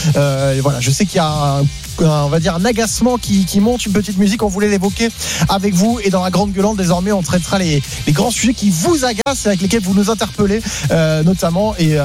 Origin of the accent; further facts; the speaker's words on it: France; Mais pas du tout, je suis français